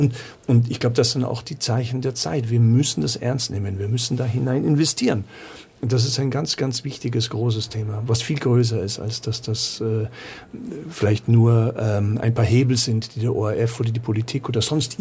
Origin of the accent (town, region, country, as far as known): Munich, Bavaria, Germany; now in Austria